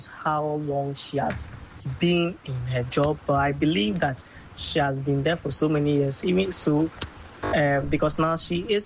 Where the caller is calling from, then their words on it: Tema, Greater Accra, Ghana; from Tema Community 5.